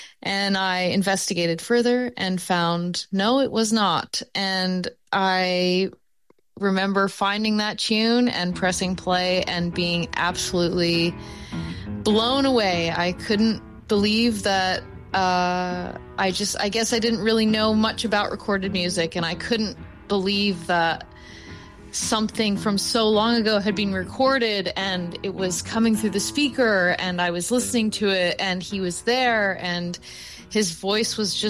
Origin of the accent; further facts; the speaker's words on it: Perth County, Ontario, Canada; I'm an artist from Perth County, Ontario.